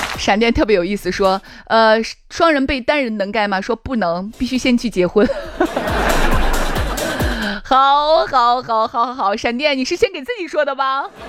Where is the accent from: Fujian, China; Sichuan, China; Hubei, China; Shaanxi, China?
Shaanxi, China; 就像我们陕西人经常说的那句话，我回呀啊。